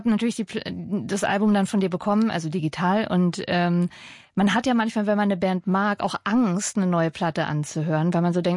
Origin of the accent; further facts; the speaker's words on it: Southern Germany, Germany; Ich komme aus dem Süden